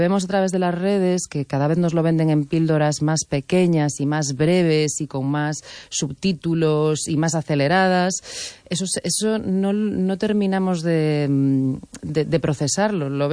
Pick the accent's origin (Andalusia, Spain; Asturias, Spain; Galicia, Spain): Galicia, Spain; now in Madrid, Spain; siempre digo que soy súper gallega, porque la verdad es que no sé si es por una especie de adicción a mi tierra, pero el acento nunca se termina de marchar, porque cuando se está marchando ya vuelvo. Entonces, estoy constantemente por aquí, la verdad.